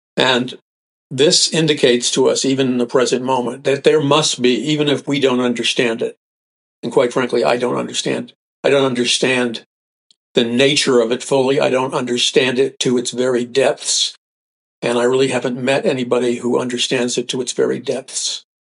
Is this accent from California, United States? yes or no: no; New York City, New York, United States; I remember growing up in New York City, people talked very straight